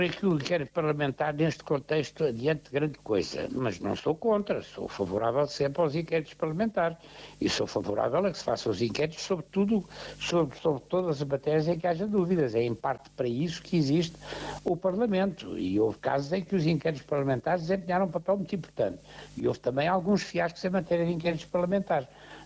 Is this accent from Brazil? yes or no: no; Portugal; Somos nós, portugueses, somos os descendentes de Afonso de Albuquerque